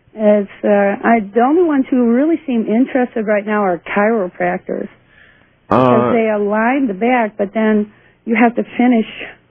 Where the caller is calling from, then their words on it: Lolo, Montana, United States; I'm calling from Lolo, Montana